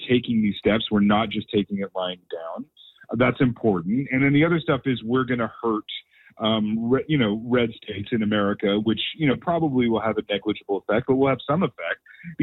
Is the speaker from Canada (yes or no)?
yes; Canada